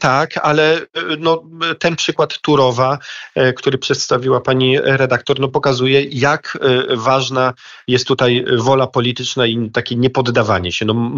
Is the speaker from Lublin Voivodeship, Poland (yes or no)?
no; Lower Silesian Voivodeship, Poland; Ja jestem z Dolnego Śląska